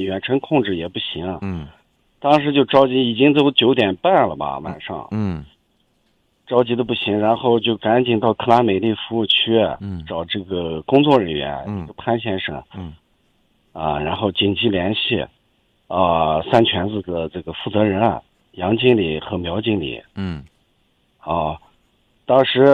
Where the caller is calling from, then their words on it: Ürümqi, Xinjiang, China; 我是乌鲁木齐的